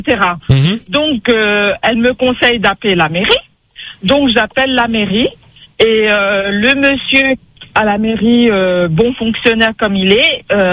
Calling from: Réunion; J'habite sur Florimont.

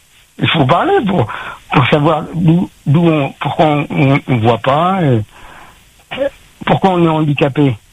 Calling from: Sainte-Anne, Réunion; Moi, je suis de Sainte-Anne.

